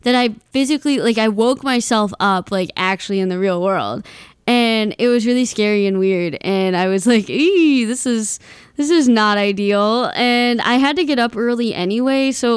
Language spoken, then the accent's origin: English; Michigan, United States; moved away; me and my boyfriend are going up north to my hometown. So, like, not up north, but up north, Lower Peninsula, not the UP.